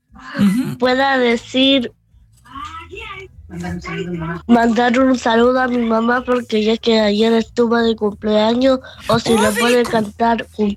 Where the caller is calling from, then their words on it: Talca, Maule, Chile; ¿Cómo estás? … de Talca.